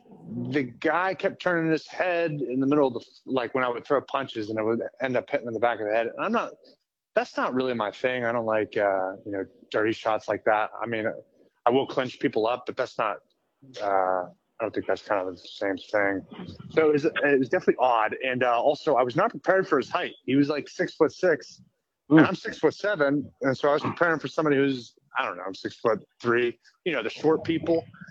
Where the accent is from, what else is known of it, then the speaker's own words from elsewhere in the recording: Butler, Pennsylvania, United States; I'm from Knock High School. So originally I trained up in Butler at the Butler Cubs